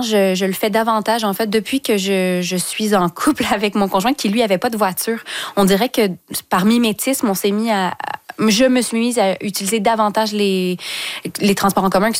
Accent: Saint-Hyacinthe, Quebec, Canada

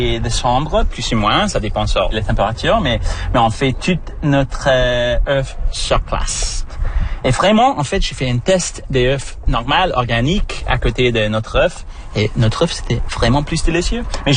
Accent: Toronto, Ontario, Canada; Après de mon travail partout dans le monde, comme je viens de Toronto, j'ai commencé à travailler avec le vignoble à Plamoisette.

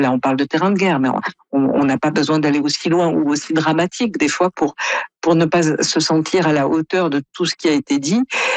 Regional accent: France; on a du mal à imaginer, quand on est Canadien ou comme moi français

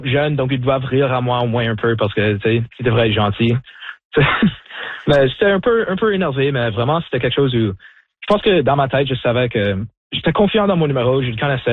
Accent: Sault Ste. Marie, Ontario, Canada; je viens de Sault Ste Marie, donc j'étais toujours dans ma tête que c'est comme, ah, c'est mon français, c'est pas aussi bon que le français des autres.

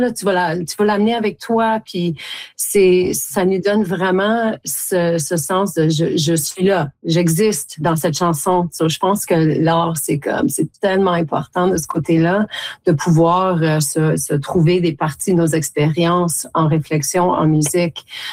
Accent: Timmins, Ontario, Canada; moved away; je viens de Timmins

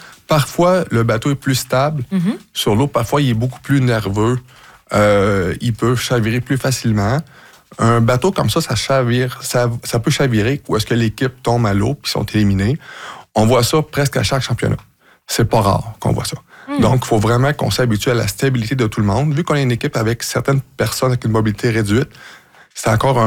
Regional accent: Quebec, Canada; chez nous au Québec.

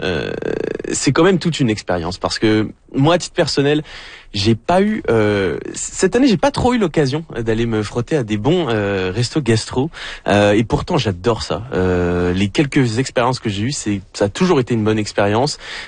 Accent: France; accent: French; now in Winnipeg, Canada; ça s'entend à mon accent, je viens de France.

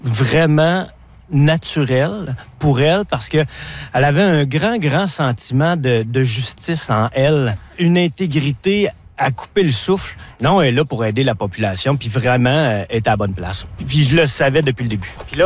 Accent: Amos, Quebec, Canada; born there; Tu sais, moi, quand j'étais jeune, je le voyais toujours arriver dans son auto de police en uniforme. J'étais extrêmement impressionné de le voir, puis de la façon dont il réagissait avec la population de la ville d'Amos à ce moment-là.

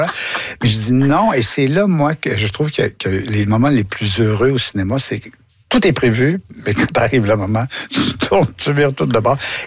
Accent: Quebec, Canada; en tant que Québécois

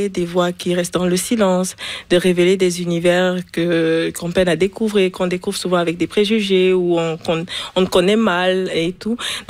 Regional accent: Cameroon; J'étais chez moi au Cameroun et je lisais, je voyais par exemple New York, que je n'ai jamais visité

